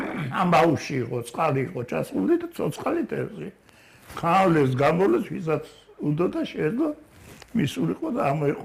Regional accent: Tbilisi, Georgia; დავიბადე და გავიზარდე ტრადიციულ თბილისურ უბანში, სადაც ერთმანეთის მოგზალება, ერთმანეთის სიყვარული პატივისცემა უმაღლეს დონეზე იყო.

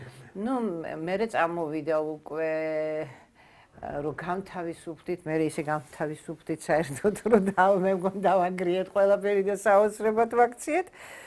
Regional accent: Tbilisi, Georgia; იმიტომ რომ ვაკეში დავიბადე. იქვე საბავშვო ბაღში იქვე დავდიოდი, სკოლაში იქვე დავდიოდი.

